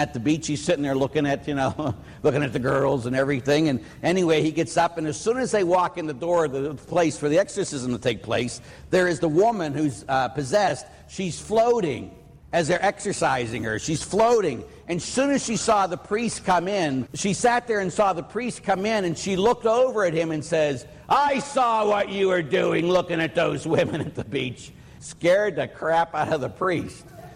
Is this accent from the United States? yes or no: yes; Pittsburgh, Pennsylvania, United States; And at Waldemere, because we're from Pittsburgh, we came up there.